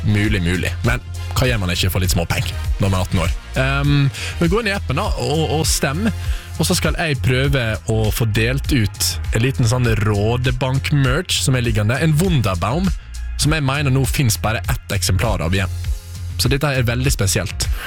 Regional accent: Flemsøy, Møre og Romsdal, Norway; hjemme også på øya på Flemsøy, der jeg vokste opp.

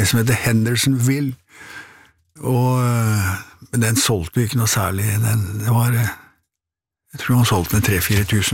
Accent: Bodø, Nordland, Norway; born there; also born or lived in Sørfold; jeg er født i Bodø

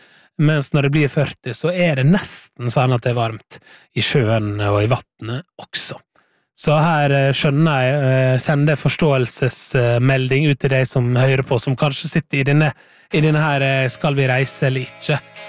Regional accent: Møre og Romsdal, Norway; moved away; Jeg vet jo for eksempel at min familie, mine foreldre hjemme på Sunnmøre ganske irritert over at de sender snaps fra hovedstaden med sol og 28 grader når de selv opplever regn.

